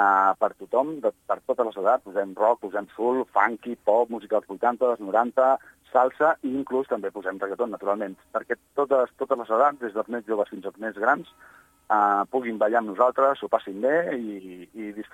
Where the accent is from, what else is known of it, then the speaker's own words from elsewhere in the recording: Cardedeu, Catalonia, Spain; Nosaltres som de Cardedeu